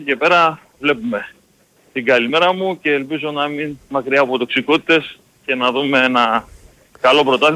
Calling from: Agioi Anargyroi, Attica, Greece; από Αγίου των Αργύρων, Παναθηναϊκός.

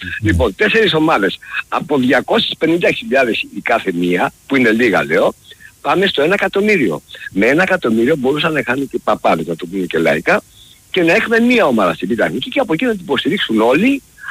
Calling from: Rhodes, South Aegean, Greece; σαν Ροδίτης

